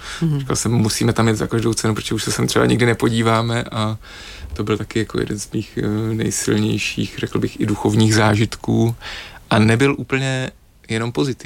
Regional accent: Olomouc, Olomouc Region, Czechia; jak jsme oba z Olomouce

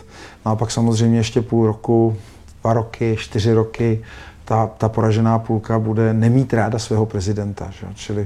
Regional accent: Russia; now in Czech Republic; se válčí, tak jsem utek před tou válkou, je to složitý, mohli jsme si o tom vyprávět týdny, ale proč jako já Rus jsem špatný?

